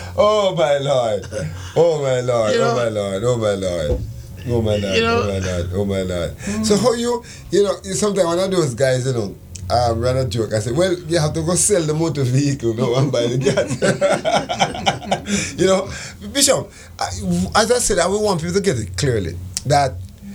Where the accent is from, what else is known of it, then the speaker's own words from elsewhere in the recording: Jamaica; born there; now in Antigua and Barbuda; I was born in Jamaica in the 60s.